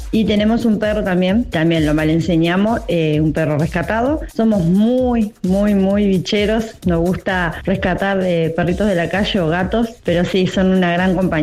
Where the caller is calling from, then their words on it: Paraná, Entre Ríos, Argentina; te escucho de Paraná, Entre Ríos.